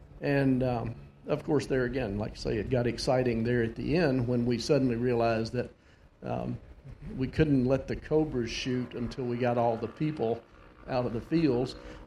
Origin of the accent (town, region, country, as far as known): Tennessee, the South, United States; also born or lived in Memphis, Tennessee